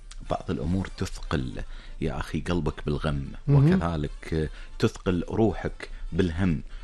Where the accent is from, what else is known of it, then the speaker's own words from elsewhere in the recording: Kuwait; إحنا كمجتمع كويتي